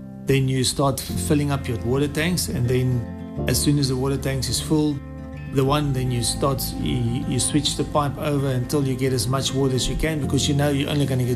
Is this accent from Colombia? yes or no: no; South Africa; Good day. … I'm from South Africa.